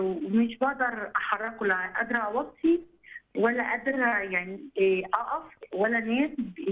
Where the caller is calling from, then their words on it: Alexandria, Alexandria Governorate, Egypt; أنا بنت الأب من اسكندرية.